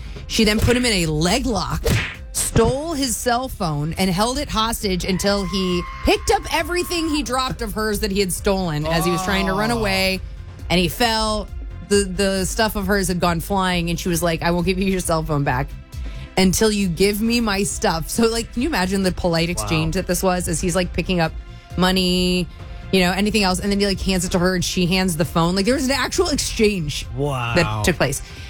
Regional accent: St. Louis, Missouri, United States; He's from Cleveland, exactly. I'm from St. Louis. We've lived in worse places.

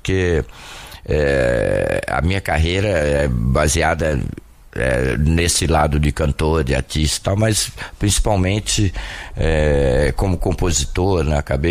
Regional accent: Ribeirão Preto, São Paulo, Brazil; Sou, nasci em Ribeirão, comecei minha carreira lá

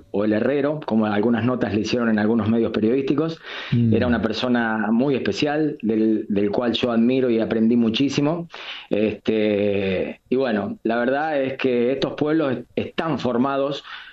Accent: Laborde, Córdoba, Argentina; Entonces, bueno, justamente La Borde, mi pueblo querido, este 19 de mayo, esta semana, cumplió 123 años.

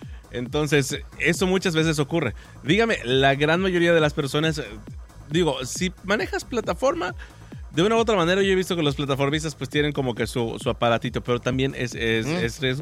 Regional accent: Mexico; como mexicanos de por sí dejamos todo para último momento.

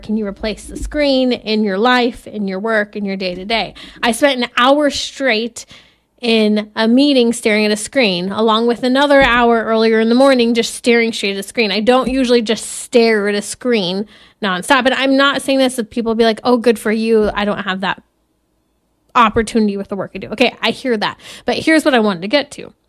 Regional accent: California, United States; what happens here in my home state of California.

